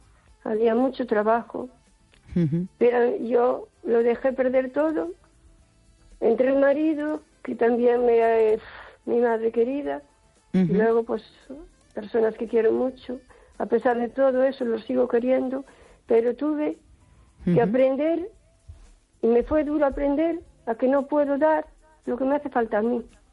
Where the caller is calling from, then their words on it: O Carballiño, Galicia, Spain; de Carballiño.